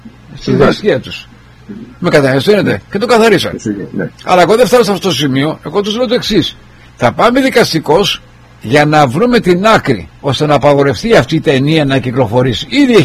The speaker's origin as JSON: {"language": "Greek", "region": "Ionian Islands", "country": "Greece", "moved": "yes", "lives_now": "United States", "said": "Το νησί μου είναι η Κεφαλονιά και η Ιθάκη."}